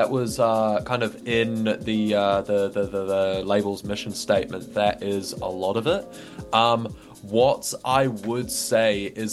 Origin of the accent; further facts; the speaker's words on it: Manawatū-Whanganui, New Zealand; now in Wellington, New Zealand; I grew up in the Manawatu.